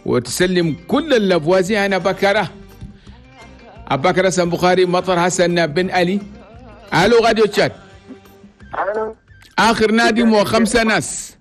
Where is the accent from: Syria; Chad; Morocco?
Chad; الله يجيب العافيه والسلام والاستقرار في بلدنا تشاد بلد توماي